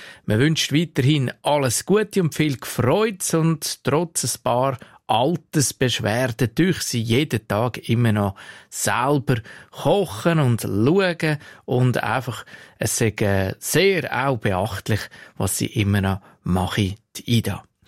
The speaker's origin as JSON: {"language": "German", "town": "Rüegsau", "region": "Bern", "country": "Switzerland", "tie": "born or raised there", "said": "Jetzt der … meine Heimat"}